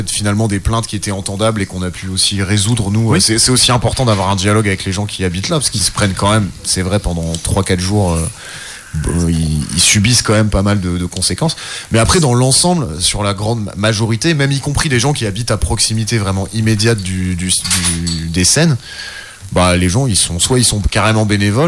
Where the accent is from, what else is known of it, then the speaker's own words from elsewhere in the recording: Bourlon, Hauts-de-France, France; moved away; moi je suis de Bourlon, donc j'ai encore toute la famille là-bas et tout, j'y vais souvent